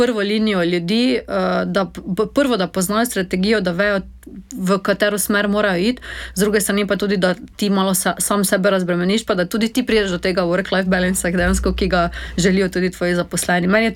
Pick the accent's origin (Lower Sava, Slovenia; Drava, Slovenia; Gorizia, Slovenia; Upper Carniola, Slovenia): Drava, Slovenia; Maribor; Jaz sem sama Mariborčanka, živim v centru mesta